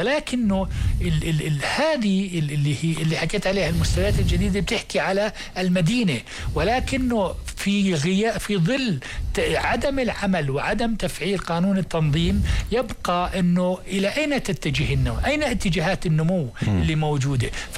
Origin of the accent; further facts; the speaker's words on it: Jordan; إحنا عنا في الأردن